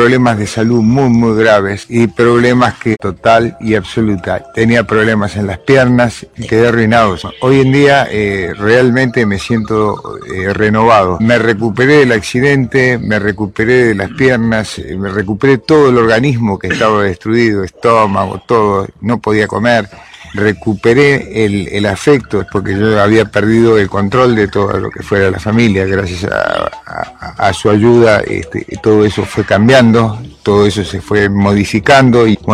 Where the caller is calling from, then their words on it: Corrientes, Argentina; Yo vengo de Corrientes, capital.